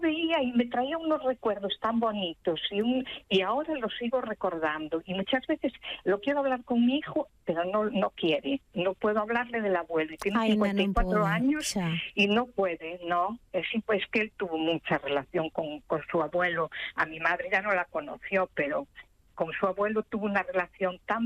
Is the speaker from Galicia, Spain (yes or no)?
yes; Filgueira, Galicia, Spain; born there; yo nací en Filgueira, en la provincia de Pontevedra.